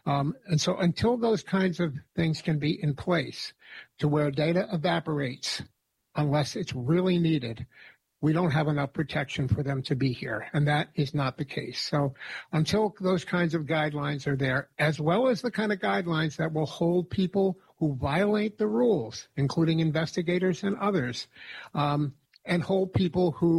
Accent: Troy, New York, United States; I'm from Troy originally, and went to Troy High, class of 70.

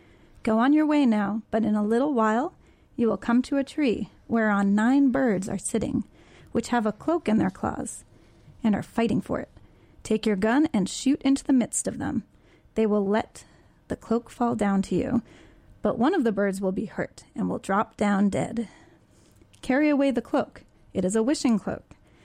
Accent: Hudson, New York, United States; I'm from Hudson

